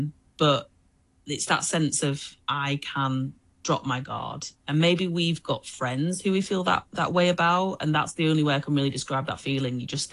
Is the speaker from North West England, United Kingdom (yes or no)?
yes; Oldham, North West England, United Kingdom; moved away as an adult; now in Hong Kong; I'm from the north of England. I'm from a small town called Oldham, which is on the outskirts of Manchester.